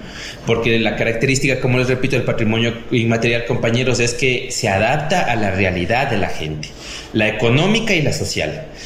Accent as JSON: {"language": "Spanish", "town": "Ambato", "region": "Tungurahua", "country": "Ecuador", "tie": "born or raised there", "said": "yo soy de Ambato, de la parroquia Huachigrande, perdón, del barrio Huachigrande. En la parroquia en la que yo habito específicamente hay una gran cantidad de migrantes lojanos, de Macará específicamente"}